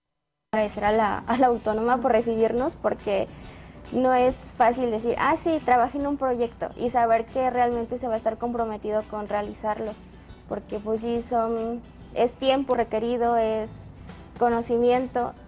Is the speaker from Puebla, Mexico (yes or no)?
no; Chiapas, Mexico; moved away as an adult; now in Querétaro, Mexico; nosotros venimos de Chiapas.